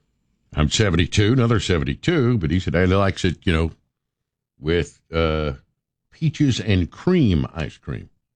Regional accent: Tennessee, United States; And growing up in Sevier County, it was very, usually pretty easy to find some Cosby Crypto, some homegrown.

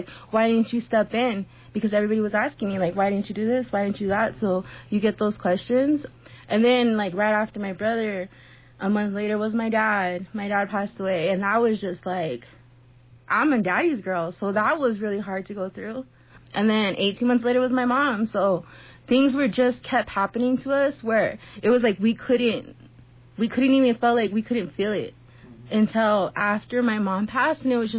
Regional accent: San Carlos, California, United States; when we were growing up in San Carlos, me and Jared were super, super tight.

